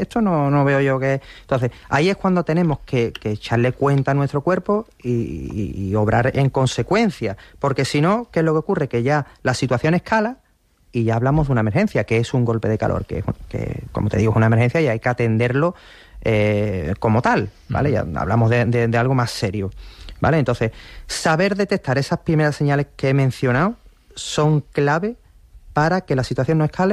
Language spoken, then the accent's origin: Spanish; Spain; porque yo creo que es que somos españoles y como españoles que somos decimos, venga, vamos